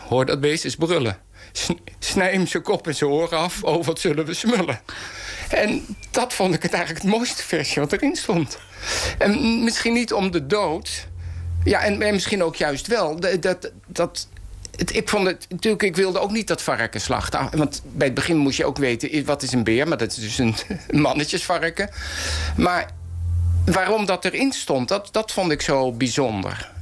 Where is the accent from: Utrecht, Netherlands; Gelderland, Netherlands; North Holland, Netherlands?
Utrecht, Netherlands; Amersfoort; born there; Ik ben geboren in Amersfoort.